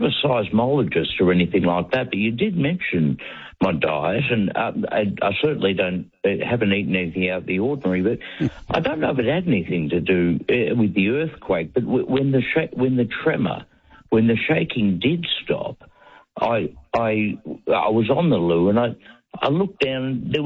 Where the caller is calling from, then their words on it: the Dandenongs, Victoria, Australia; I'm calling from up in the Dandenongs.